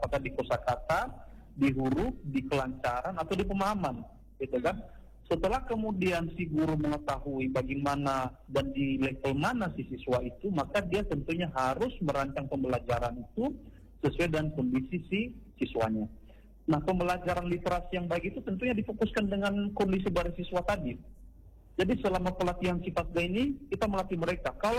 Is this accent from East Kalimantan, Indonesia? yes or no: no; Nias, North Sumatra, Indonesia; born there; kita fasilitator produk asli dari Nias ini